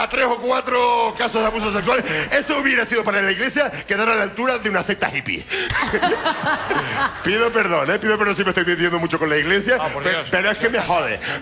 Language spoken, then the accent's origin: Spanish; Granadilla, Canary Islands, Spain; Está llegando a mi pueblo. Yo soy de Granadilla.